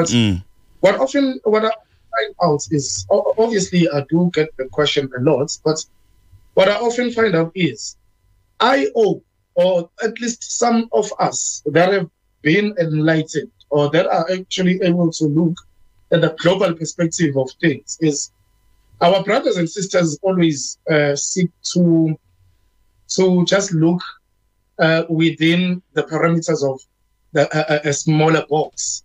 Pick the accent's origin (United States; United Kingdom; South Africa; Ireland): South Africa; we as South African, we are the descendants and survivors of the people that survived apartheid and prior to 1994.